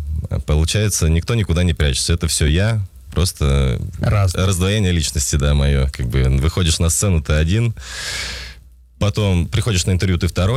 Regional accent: Kostroma, Kostroma Oblast, Russia; у нас строится стадион «Спартак», Костромской «Спартак»

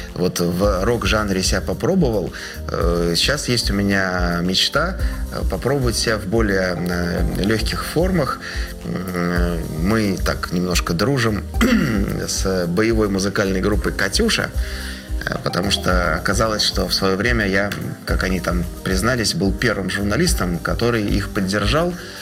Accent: Saint Petersburg, Russia; Но при этом я коренной ленинградец. Папа у меня ребенок блокадного Ленинграда был, бабушка блокаду пережила.

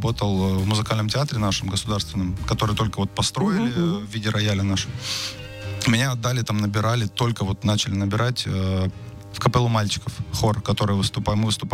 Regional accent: Rostov-on-Don, Rostov Oblast, Russia; now in Moscow, Russia; Я из Ростова, да. Привет, Ростов, если нас слушают.

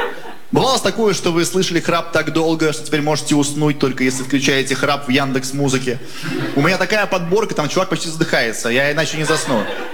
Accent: Chita, Zabaykalsky Krai, Russia; я из Читы, но не все в Москве знают, что есть такой город. Я когда говорю, я из Читы, мне говорят, из какой Читы?

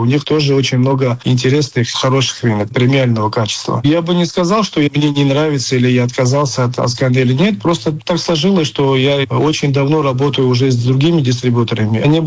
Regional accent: Moscow, Russia; Я московский грузин. Я столько в этой стране научился

